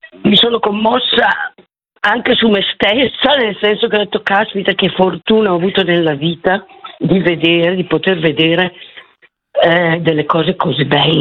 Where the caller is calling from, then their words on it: Brescia, Lombardy, Italy; io sono di Brescia